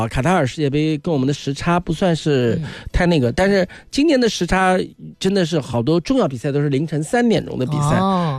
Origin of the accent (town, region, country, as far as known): Jiangsu, China